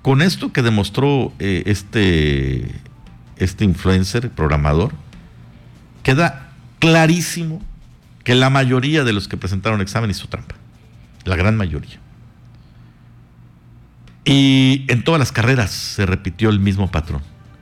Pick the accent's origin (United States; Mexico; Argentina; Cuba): Mexico; lo que somos como mexicanos